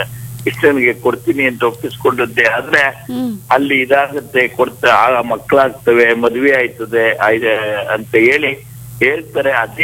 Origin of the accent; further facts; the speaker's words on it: Bhairapattana, Karnataka, India; ನನ್ನ ಹುಟ್ಟೂರು ಭೈರಾಪಟ್ಟಣವಾದರೂ